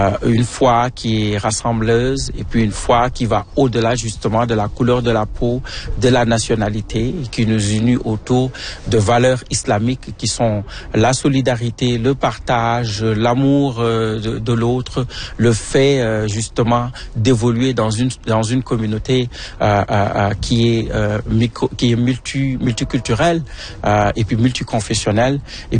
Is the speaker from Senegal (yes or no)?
yes; Senegal; moved away; moi, je suis originaire du Sénégal.